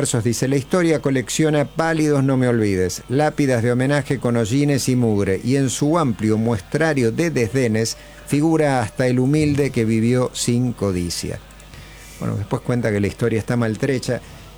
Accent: Argentina; después de todo somos argentinos

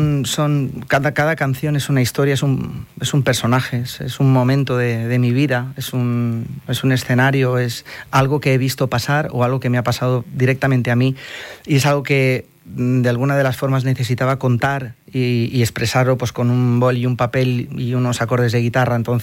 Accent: Gandia, Valencian Community, Spain; Queremos representar a Gandía porque todos prácticamente somos de Gandía

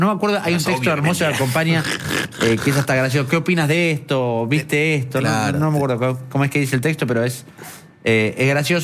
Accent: Mar de Ajó, Buenos Aires Province, Argentina; Me crié en Mar de Ajó, mejor playa del Atlántico.

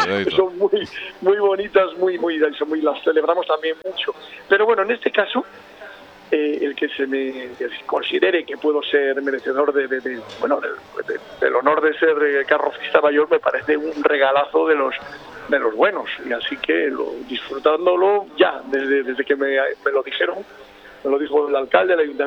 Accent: Cantabria, Spain; de conectar hoy con vosotros, con Cantabria, para acercarme un poco, porque repito, soy muy pesado con mi pueblo.

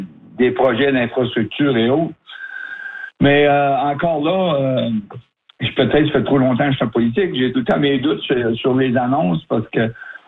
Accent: Hearst, Ontario, Canada; Bien, certainement, moi j'ai un projet chez nous à Hearst

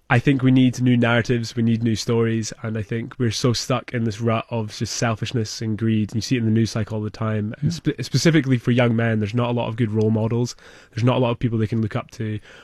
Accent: Nairn, Scotland, United Kingdom; now in Montreal, Canada; I'm from the north of Scotland. I'm from a very small farming town right in the north of Scotland.

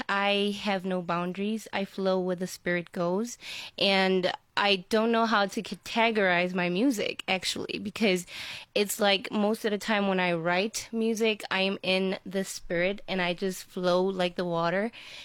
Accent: Letlhabile, North West, South Africa; I was born and raised in Letlhabile 0264.

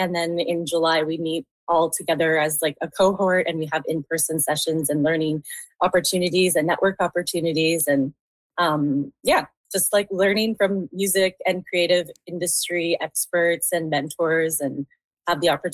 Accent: Saskatchewan, Canada; born or raised there

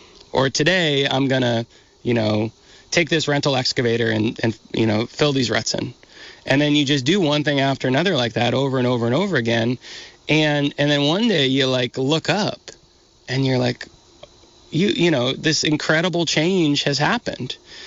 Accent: Vermont, United States; and I'm from Vermont and I like have certain attributes that make it easier for them to do that.

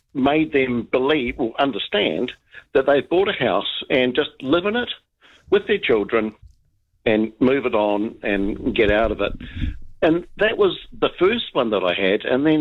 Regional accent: Christchurch, Canterbury, New Zealand; if you go back to the earthquakes in Christchurch, and I'm originally from Christchurch

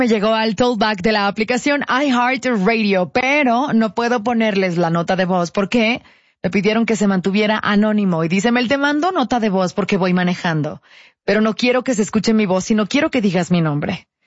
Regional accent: Mexico; nos une como mexicanos

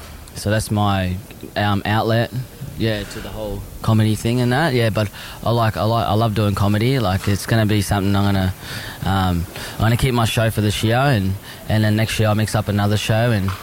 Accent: Caboolture, Queensland, Australia; my hometown in Caboolture.

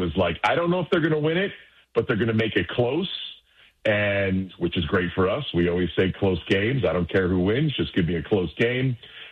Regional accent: New York, United States; I'm a guy from the Northeast who grew up in upstate New York

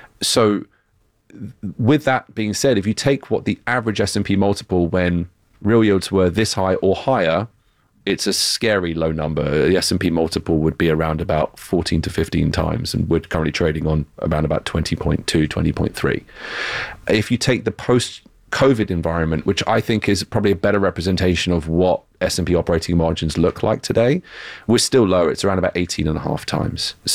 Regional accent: United Kingdom; accent: British; moved away as an adult; now in United States; it's my British accent

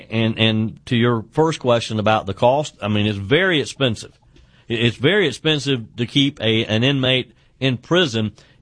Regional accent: South Carolina, United States; my home state of South Carolina.

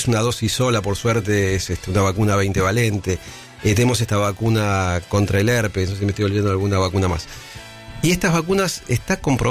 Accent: Argentina; Nosotros, bueno, somos argentinos, estamos siempre preparados para la guerra.

